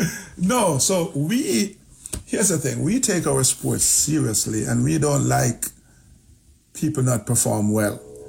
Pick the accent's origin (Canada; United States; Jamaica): Jamaica; it's okay because we're from Jamaica, tropical island, so whatever result we get, we get.